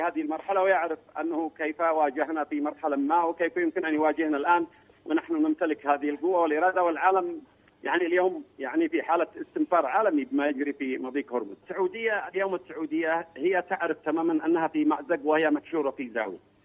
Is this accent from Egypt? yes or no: no; Yemen